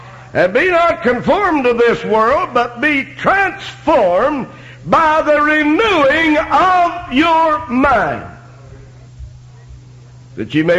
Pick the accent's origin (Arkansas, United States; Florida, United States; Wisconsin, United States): Arkansas, United States; Jonesboro, Arkansas is 100 miles from my hometown. It's over halfway between Mammoth Spring and Memphis.